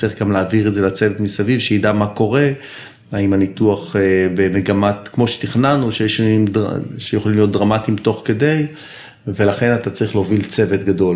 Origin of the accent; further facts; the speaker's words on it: Tel Aviv, Tel Aviv District, Israel; now in Zikhron Ya'akov, Israel; אני תל אביבי במקור, גר היום בזיכון בן 56, נשוי, אבא לשלוש בנות